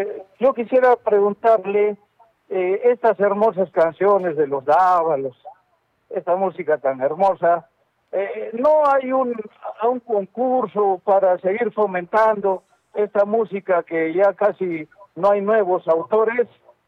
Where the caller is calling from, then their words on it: Arequipa, Peru; de Miraflores, de la Alameda Salaverri.